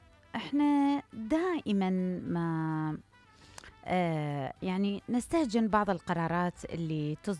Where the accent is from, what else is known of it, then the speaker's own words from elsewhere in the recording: Iraq; عاداتنا كعراقيين